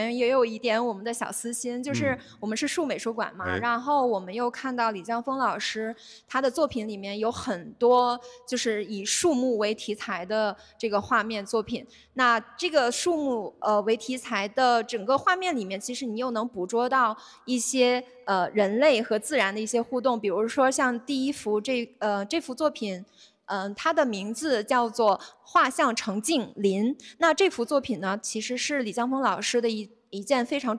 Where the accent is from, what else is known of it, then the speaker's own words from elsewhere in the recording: China; 因为我们中国人自古就是有这种寄情草木的这种生命情怀